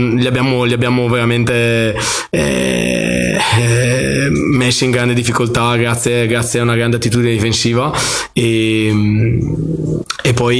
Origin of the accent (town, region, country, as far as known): Brescia, Lombardy, Italy